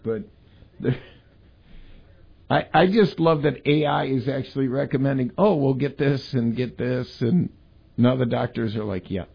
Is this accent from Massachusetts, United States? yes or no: no; Clintonville, Wisconsin, United States; the golf course where I grew up in Clintonville